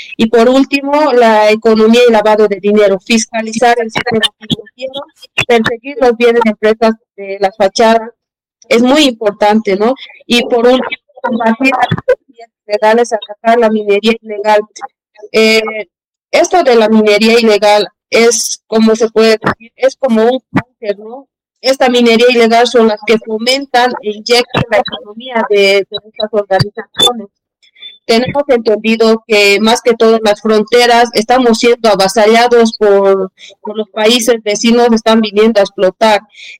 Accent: Bolivia

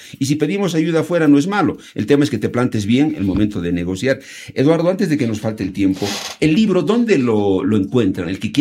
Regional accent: Bolivia

